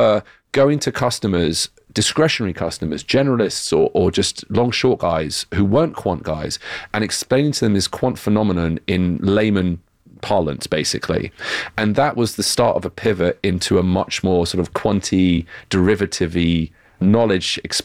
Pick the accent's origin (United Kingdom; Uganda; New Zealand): United Kingdom; accent: British; moved away as an adult; now in United States; it's my British accent